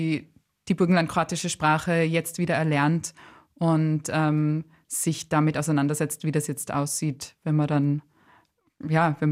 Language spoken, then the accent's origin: German; Vienna, Austria; also born or lived in Oberpullendorf; Ich bin tatsächlich in Oberbullendorf geboren, in Unterbullendorf ist meine Familie, aber ich bin eigentlich in Wien aufgewachsen. Also ich war von klein an immer in Wien